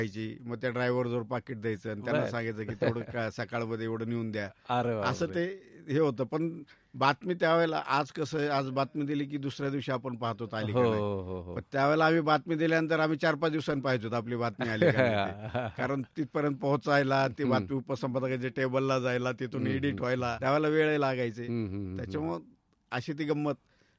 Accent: Dhamangaon, Maharashtra, India; also born or lived in Aurangabad; माझं बालपण मराठवाड्यातलं एक छोटंसं गाव आहे आष्टे तालुक्यात, धामणगाव म्हणून. तिथं, त्या गावी माझं बालपण गेलेलं आहे.

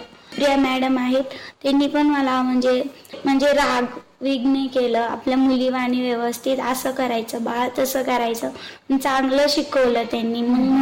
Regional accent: Miraj, Maharashtra, India; moved away; मी सांगलीची आहे, मिरज सांगली. माझ्या मम्मीचं गाव आहे ते.

